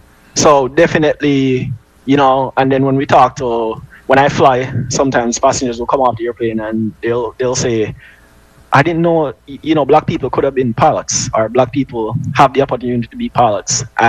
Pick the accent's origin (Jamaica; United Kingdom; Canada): Jamaica; moved away as an adult; now in United States; Went to high school in Jamaica. I was born and raised in Jamaica. I came here at a later age. Well, definitely after high school.